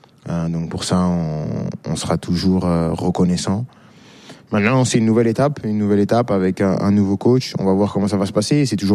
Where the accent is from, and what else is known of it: France; born or raised there